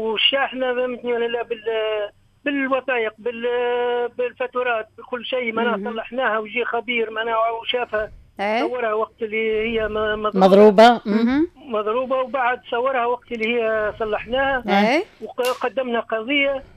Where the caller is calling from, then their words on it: El Hamma, Gabès Governorate, Tunisia; من حامد جابس